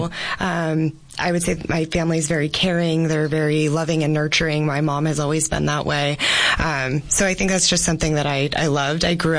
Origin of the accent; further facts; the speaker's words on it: Yuma, Arizona, United States; So born and raised in Yuma.